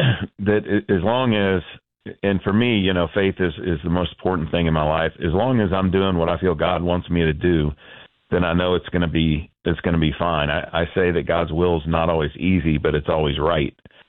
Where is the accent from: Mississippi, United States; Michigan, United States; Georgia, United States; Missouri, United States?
Georgia, United States; Atlanta; all of our family is from Atlanta, born and raised in Atlanta. My father worked at Georgia Tech. My mother was a teacher.